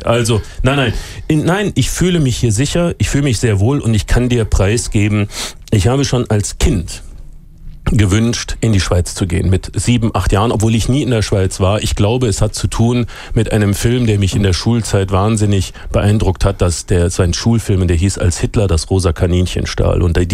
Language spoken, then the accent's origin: German; Germany; now in Zurich, Switzerland; Es ist tatsächlich so, dass man als Deutscher, ich kann das nachvollziehen.